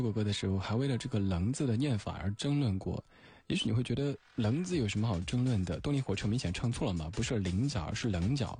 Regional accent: Sichuan, China; accent: Sichuanese; 我的家乡话四川话

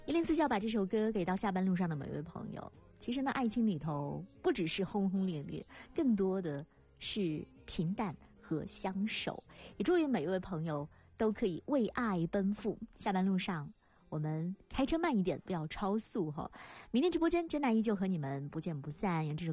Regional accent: China

